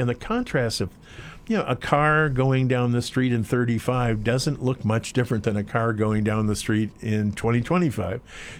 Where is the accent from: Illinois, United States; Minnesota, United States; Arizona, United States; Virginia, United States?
Illinois, United States; Chicago; When we were kids, my sister and I, my mom used to tell stories, and we grew up in Chicago.